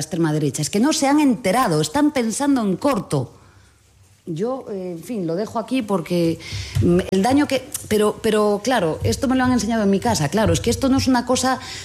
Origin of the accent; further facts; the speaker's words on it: Galicia, Spain; Y yo soy gallega.